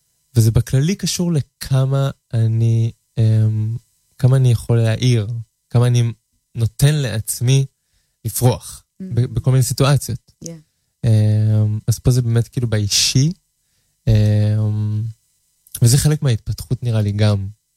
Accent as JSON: {"language": "Hebrew", "town": "Kfar Azar", "region": "Tel Aviv District", "country": "Israel", "tie": "born or raised there", "said": "גדלתי בכפר עזר."}